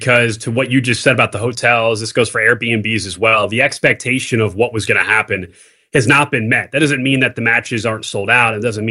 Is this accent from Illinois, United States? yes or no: no; Kansas City, Missouri, United States; am I still pumped and excited that my hometown has the World Cup? It's the only time in my lifetime I will ever have a World Cup, probably in Kansas City, right?